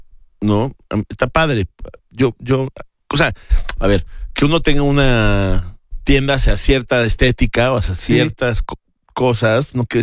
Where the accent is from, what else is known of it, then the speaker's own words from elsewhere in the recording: Mexico City, Mexico; Es que yo crecí en Magdalena Contreras.